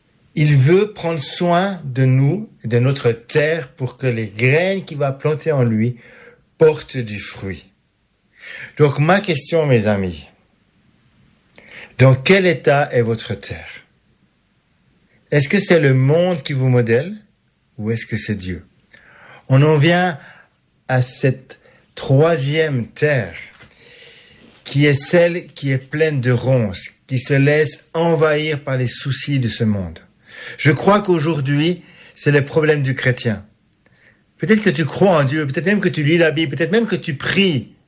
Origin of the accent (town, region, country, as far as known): Switzerland